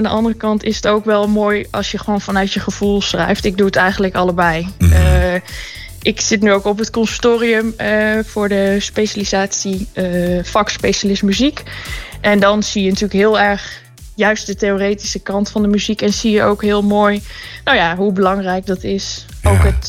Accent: Drenthe, Netherlands; Ik ben wel geboren en getogen Drent. Alleen... Ik kan gewoon niet zo goed Drents.

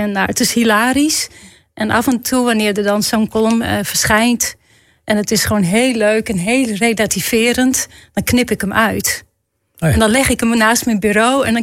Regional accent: Eelderwolde, Drenthe, Netherlands; Eelderwolde.

